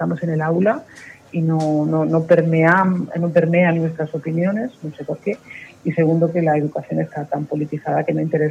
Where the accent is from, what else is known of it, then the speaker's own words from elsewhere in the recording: Asturias, Spain; now in Madrid, Spain; En mi tierra, en Asturias, la cosa es más llevadera, pero en Madrid se pasa mucho frío.